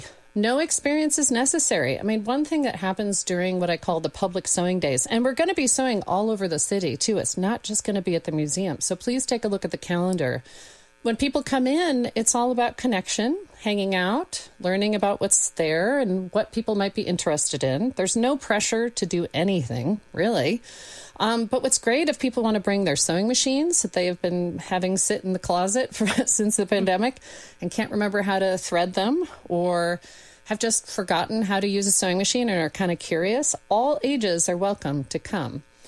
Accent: Missoula, Montana, United States; moved away as an adult; also born or lived in Beloit, Wisconsin; I grew up in Missoula, Montana, and I moved to Beloit, Wisconsin kind of on a whim to go to school.

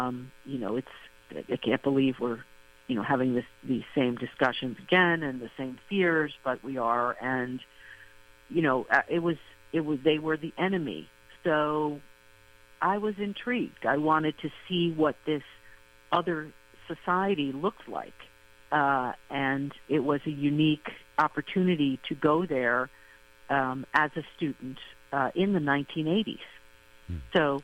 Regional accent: United States; I went there the first time when I was 22 years old as an American foreign exchange student.

